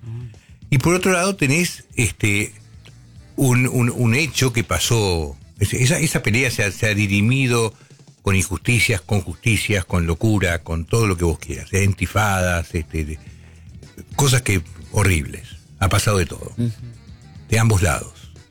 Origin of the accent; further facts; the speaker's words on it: Argentina; Yo soy un tipo argentino, uh-huh, hijo de madre y padre judía, uh-huh, que no practico la religión, pero la estudié de chiquito y en hebreo, no es que no conozca.